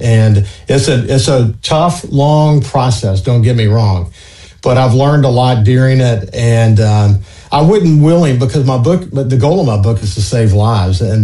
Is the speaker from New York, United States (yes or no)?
no; Gulfport, Mississippi, United States; We grew up in Bayou and Gulfport together